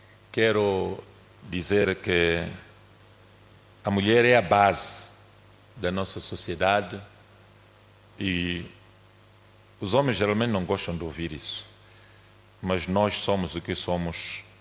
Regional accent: Mozambique; a história deste momento que nós estamos a atravessar como moçambicanos

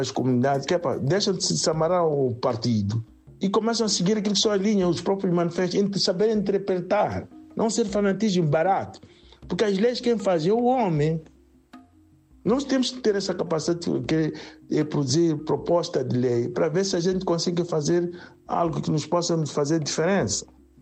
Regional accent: Mozambique; o que é que nós, como moçambicanos, também temos de desempenhar nos nossos papéis.

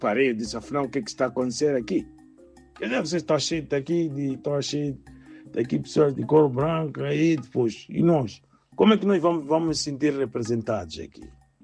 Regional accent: Mozambique; now in Germany

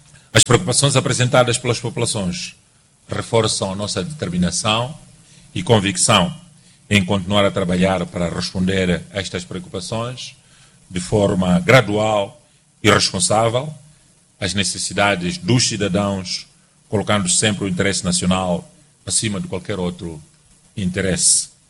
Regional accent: Mozambique; todos nós, como moçambicanos

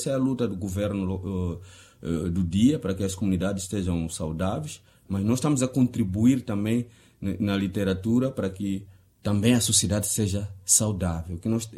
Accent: Angónia, Tete, Mozambique; moved away; Angônia. É lá onde eu cresci, é lá onde comecei a trabalhar, então é lá onde tenho meus amigos.

